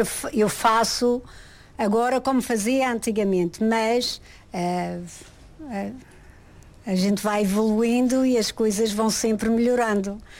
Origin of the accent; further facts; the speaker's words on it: São Vicente, Madeira, Portugal; now in Lisbon, Portugal; Eu sou natural da Madeira, São Vicente, e antes de vir para Lisboa estive no estrangeiro, só depois é que regressei para Lisboa.